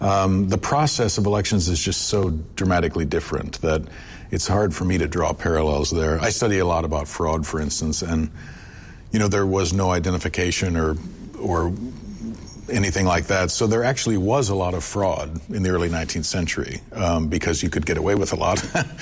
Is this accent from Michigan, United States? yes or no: no; North Dakota, United States; But a lot of people probably already know that I grew up in North Dakota. So, I mean, the winter is whatever.